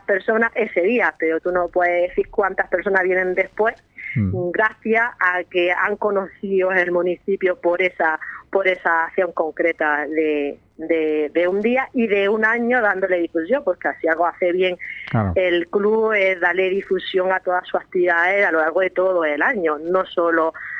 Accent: Alboloduy, Andalusia, Spain; gente de mi pueblo, que son acelgueros, se le dicen a la gente de mi pueblo, gentilicio popular

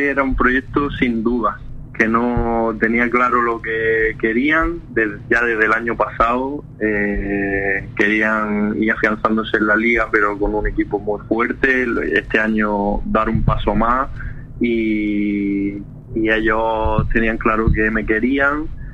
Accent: Almería, Andalusia, Spain; estando en mi tierra realmente

